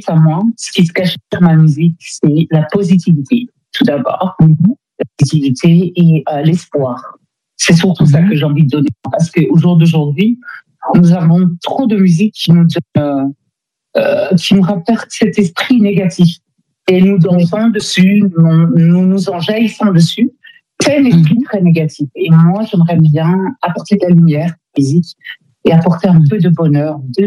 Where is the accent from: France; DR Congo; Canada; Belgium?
DR Congo; Cette chanson m'est venue parce que mon pays me tient tellement à cœur. Je suis congolaise.